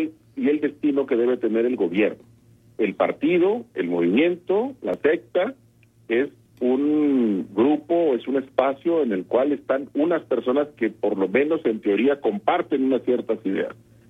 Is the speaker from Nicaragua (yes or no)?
no; Mexico; así somos los mexicanos